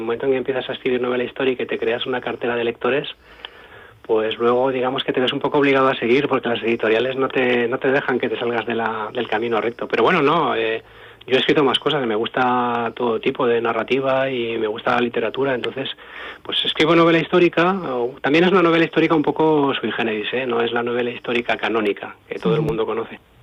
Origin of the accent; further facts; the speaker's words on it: Aragon, Spain; como yo soy aragonés